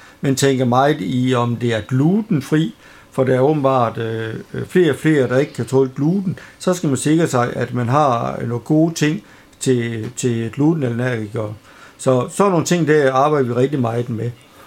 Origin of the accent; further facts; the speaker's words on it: Randers, Central Denmark Region, Denmark; det var i Randers, hvor jeg oprindeligt kommer fra